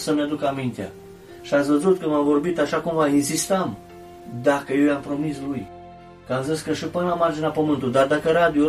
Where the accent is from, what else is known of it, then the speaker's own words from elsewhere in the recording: Serbia; moved away; era din Serbia, de la mine, de acolo cineva.